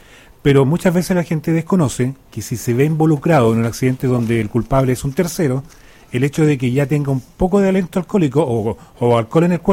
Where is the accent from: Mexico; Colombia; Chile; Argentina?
Chile; Sí, somos chilenos, por de supuesto.